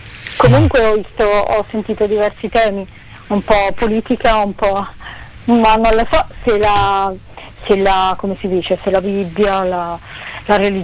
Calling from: Chiaravalle, Marche, Italy; cioè Ancona, dove sto io, Chiaravalle, insomma, in provincia di Ancona

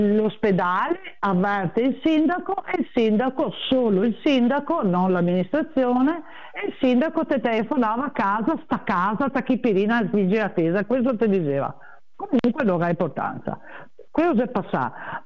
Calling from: Cartigliano, Veneto, Italy; cartigliano, cioè del mio paese

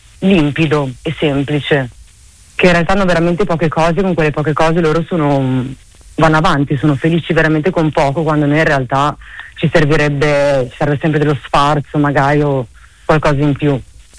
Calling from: Bologna, Emilia-Romagna, Italy; Sono da Bologna, vi chiamo da Bologna io.

